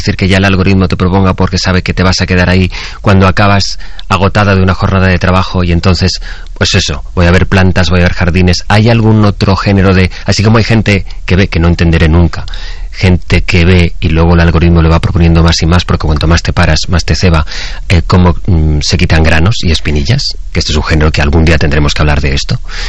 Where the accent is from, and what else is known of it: Valencian Community, Spain